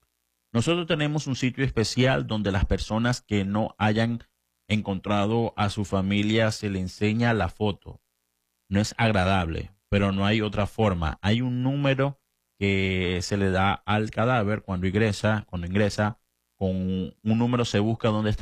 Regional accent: Venezuela; también reencontrarnos nosotros mismos como venezolanos

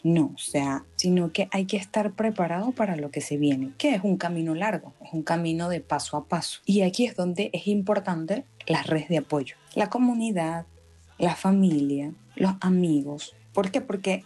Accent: Venezuela; para nosotros como venezolanos

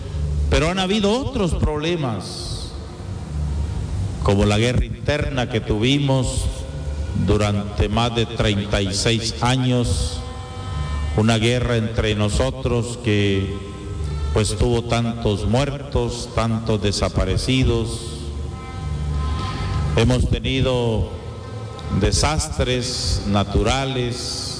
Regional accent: Guatemala; born there; por ser guatemaltecos, por haber nacido en esta patria, uno de los países más grandes de Centroamérica

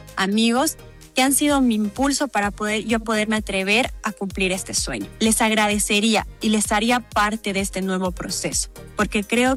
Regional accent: Bolivia; creo que esos somos los bolivianos

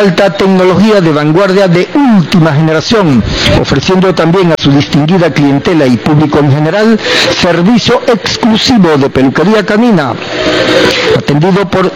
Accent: San Juan de los Morros, Guárico, Venezuela; born there; mi gente de mi suelo huariqueño, específicamente San Juan de los Morros, mi tierra natal y querida.

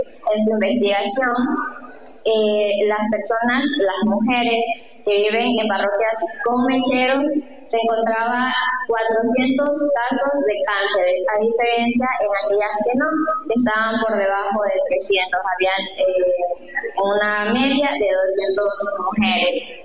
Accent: Ecuador; nosotros como ecuatorianos

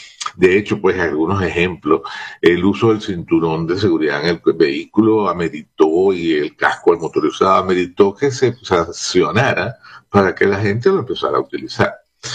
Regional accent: Venezuela; La realidad es que estamos muy compungidos, pues, como venezolanos ante este evento

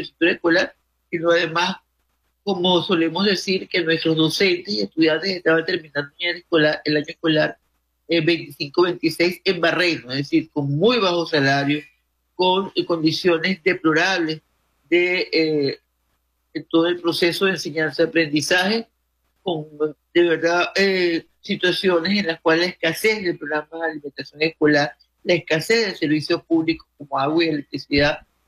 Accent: Venezuela; como país, como familia venezolana

